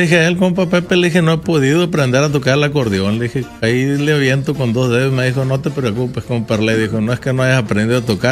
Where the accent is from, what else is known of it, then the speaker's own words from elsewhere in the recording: Culiacán, Sinaloa, Mexico; Culiacán, Sinaloa.